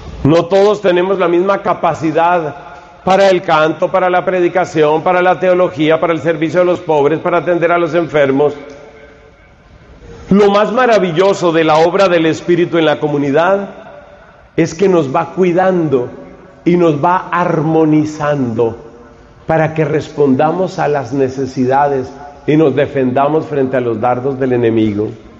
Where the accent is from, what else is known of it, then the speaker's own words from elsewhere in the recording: Colombia; Yo soy colombiano, yo no soy finlandés. Yo sé que tengo un poco cara de sueco y de escandinavo, pero yo soy colombiano, de raíces indígenas y africanas